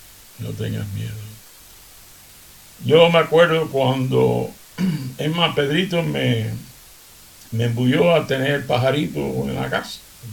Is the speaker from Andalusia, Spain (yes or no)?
yes; Seville, Andalusia, Spain; born or raised there; moved away